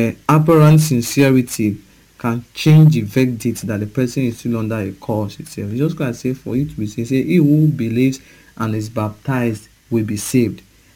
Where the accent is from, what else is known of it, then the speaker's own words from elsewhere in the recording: Okada, Edo, Nigeria; from Okada Town, Edo State, Nigeria